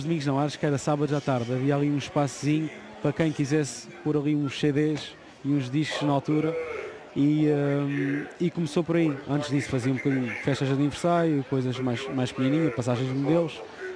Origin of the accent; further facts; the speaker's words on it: Pico Island, Azores, Portugal; moved away as an adult; sou da Ilha do Pico, estou cá a viver há 17 anos, mais ou menos, 2009.